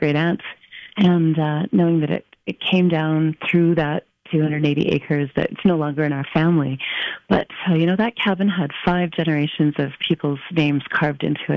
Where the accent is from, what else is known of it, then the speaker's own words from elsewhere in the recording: Summerland, British Columbia, Canada; growing up in Garnet Valley on property that my great-grandfather had settled back in the late 1800s